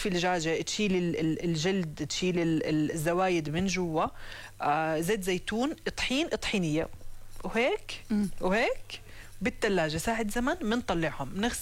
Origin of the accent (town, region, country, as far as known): Jordan